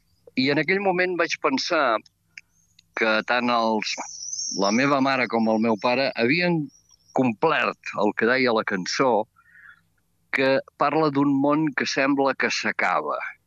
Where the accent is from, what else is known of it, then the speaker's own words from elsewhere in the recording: Caldes de Malavella, Catalonia, Spain; moved away as an adult; also born or lived in Fornells de la Selva / Banyoles; Jo visc al meu poble de Caldes de Malavella, on vaig néixer fa 66 anys.